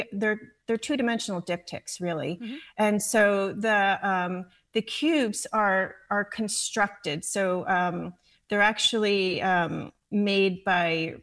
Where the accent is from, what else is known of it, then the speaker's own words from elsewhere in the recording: New York, United States; What's great about growing up in the East Village also and having two children is our kids went to a school where most of the parents were artists.